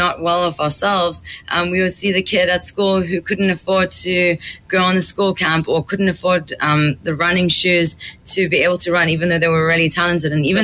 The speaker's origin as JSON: {"language": "English", "country": "South Africa", "tie": "born there", "also_born_or_lived": "France", "said": "So we grew up in South Africa."}